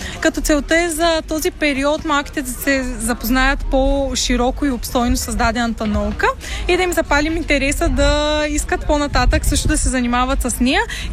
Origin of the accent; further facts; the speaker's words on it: Veliko Tarnovo, Veliko Tarnovo Province, Bulgaria; Аз съм от Велико Търново